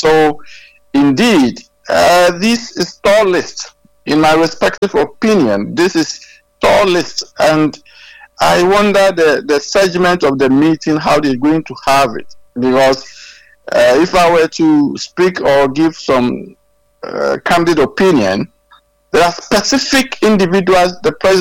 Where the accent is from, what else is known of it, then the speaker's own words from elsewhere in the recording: Ghana; As a Ghanaian, as a citizen that I know